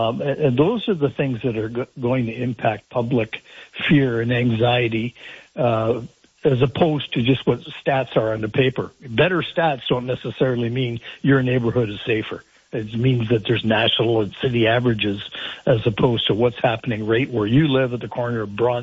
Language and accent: English; Sault Ste. Marie, Ontario, Canada; I grew up in Sault Ste. Marie